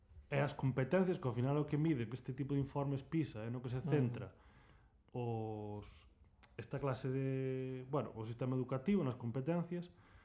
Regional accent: Laxe, Galicia, Spain; Eu son de Laxe.

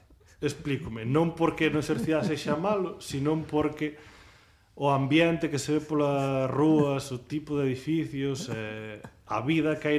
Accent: Laxe, Galicia, Spain; Pois eu veño de Laxa

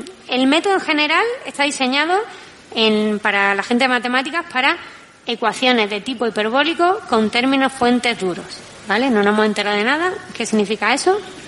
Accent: Málaga, Andalusia, Spain; now in Valencia, Spain; Yo soy malagueña y estoy en Valencia.

